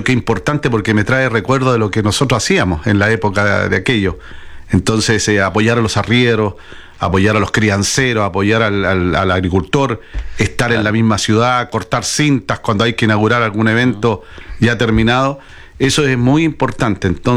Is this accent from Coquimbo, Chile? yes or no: yes; Illapel, Coquimbo, Chile; haber llegado a las radios más importantes de Chile en la época en que yo salí de Illapel, para mí fue un gran honor.